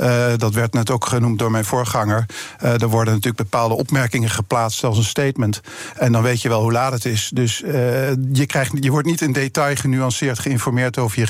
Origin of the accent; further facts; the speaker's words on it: Netherlands; Daarbij hebben we ook een goede reputatie als Nederlanders.